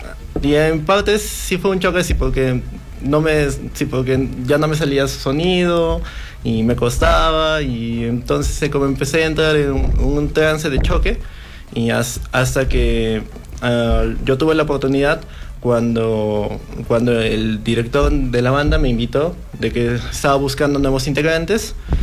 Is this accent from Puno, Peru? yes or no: yes; Juliaca, Puno, Peru; moved away as an adult; Yo soy de Juliaca. Soy yo originario de Juliaca. Empecé tocando en Juliaca y bueno, en el año 2023 me mudé acá y ahora estoy empezando esta nueva vida acá.